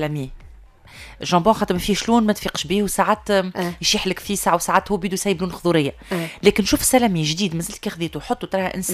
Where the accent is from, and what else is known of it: Tunisia